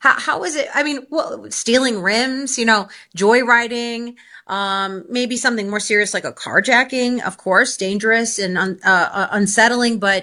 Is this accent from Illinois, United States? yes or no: yes; Chicago, Illinois, United States; I chose Chicago because it's my hometown